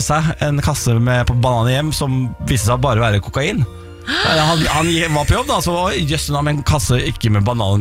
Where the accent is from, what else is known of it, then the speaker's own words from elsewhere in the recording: Moss, Østfold, Norway; Jeg er fra Moss, vet du.